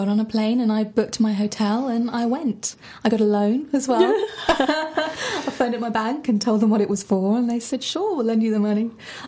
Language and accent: English; England, United Kingdom; they knew I was from England